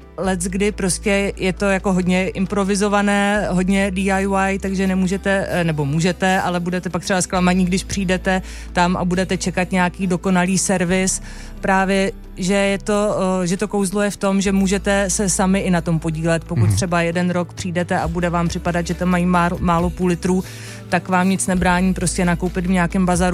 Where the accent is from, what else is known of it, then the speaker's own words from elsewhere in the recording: Pardubice, Pardubice Region, Czechia; moved away; já jsem teda původně z Pardubic